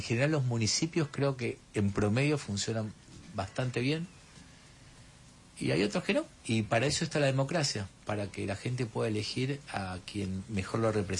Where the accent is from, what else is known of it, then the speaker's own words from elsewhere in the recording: Argentina; eso somos los argentinos